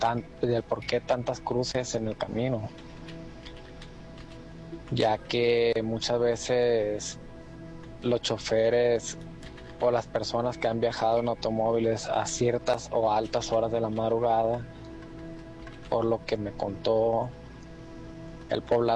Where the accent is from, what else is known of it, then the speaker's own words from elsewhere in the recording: Sinaloa, Mexico; con todo el respeto, yo no soy de esos lugares. Yo soy de Sinaloa